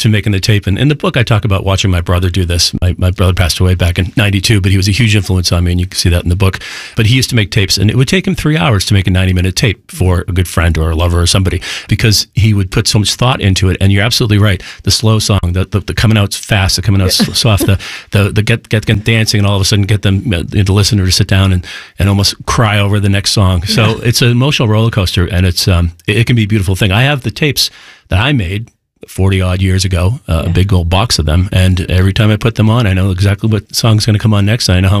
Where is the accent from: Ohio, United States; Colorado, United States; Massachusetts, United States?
Massachusetts, United States; Boston; Growing up in Boston, it was always